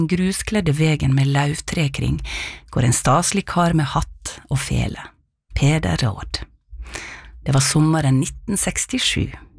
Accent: Breim, Vestland, Norway; moved away; huset står på en av nabogårdene fra der jeg vokste opp.

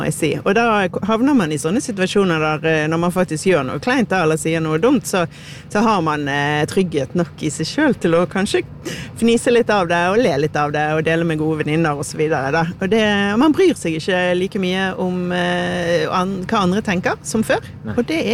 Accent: Bergen, Vestland, Norway; now in Oslo, Norway; fra Fyllingsdal, som bor på Etterstad i Oslo

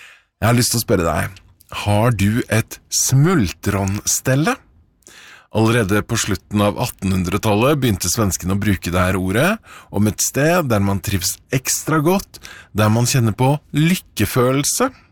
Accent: Innlandet, Norway; et badevann i Gudbrandsdalen som heter Selsvatnet, like ved der jeg vokste opp.

